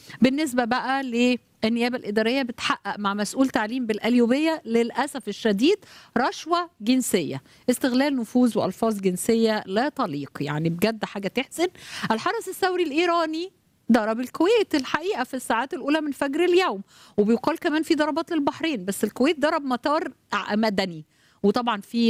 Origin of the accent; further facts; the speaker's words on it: Egypt; عندنا في مصر